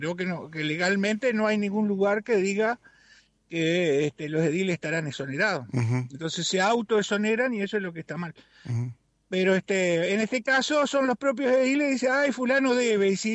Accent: Soriano, Uruguay; yo soy medio de Soriano también

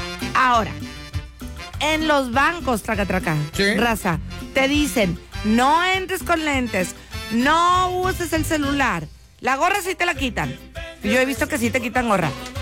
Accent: Mexico; estamos ciscados aquí en México.

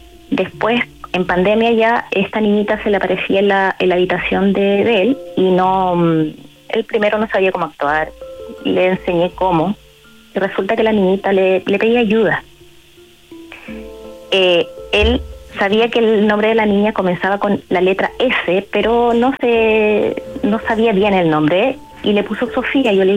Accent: Curicó, Maule, Chile; Bueno, yo empezando soy de Curicó.

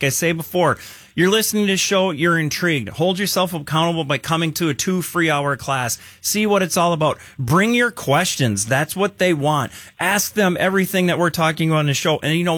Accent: Wisconsin, United States; I'm from Wisconsin. We have a cottage like 2.5 hours away.

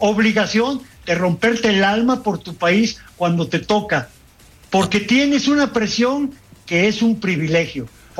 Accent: Mexico; soy mexicano, porque soy ser humano

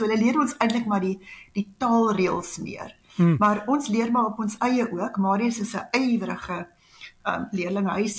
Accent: Pretoria, Gauteng, South Africa; born there; also born or lived in Groblersdal / Namibia / Springs; In Pretoria, maar ons het draaie geloop, jong. Ek was in Mabelol, daar skool later, Groblersdal, toe is ons getroud en in Suidwes gebly, wat wonderlik lekker was.

